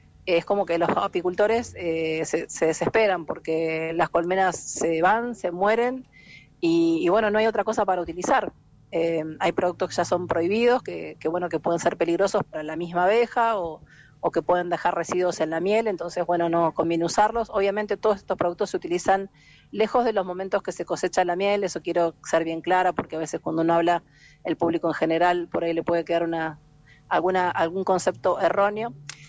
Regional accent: Argentina; como buenas investigadoras argentinas, nos ingeniamos para hacer una incubadora casera

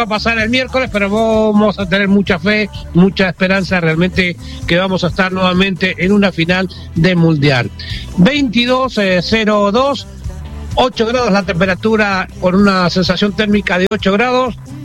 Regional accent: Bolívar, Buenos Aires Province, Argentina; cuando uno es de una ciudad como Saladillo, yo soy de Bolívar, siempre nos gusta mucho poder mostrar todo lo que tenemos

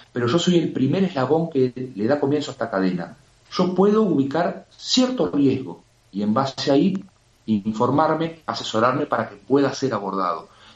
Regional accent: Concepción del Uruguay, Entre Ríos, Argentina; Nosotros somos de Concepción del Uruguay

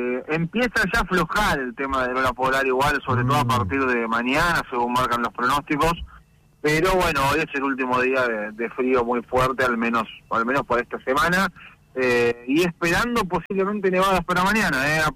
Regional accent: Argentina; uno como argentino no puede querer que ganen los ingleses jamás.

